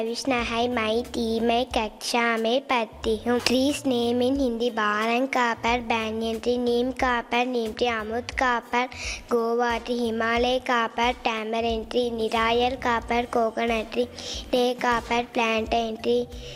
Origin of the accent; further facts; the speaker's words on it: Namakkal, Tamil Nadu, India; Namakkal.